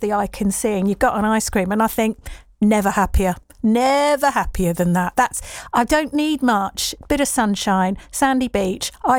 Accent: East of England, United Kingdom; moved away; I spent a lot of my formative years in Norfolk, growing up in and around Norfolk, but hadn't really been back as an adult enough.

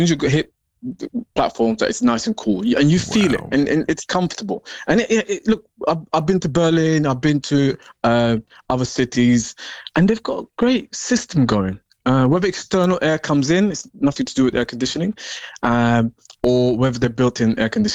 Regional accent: London, United Kingdom; I'm a Londoner. Like, the Underground is one of the things I always complain about to my mates.

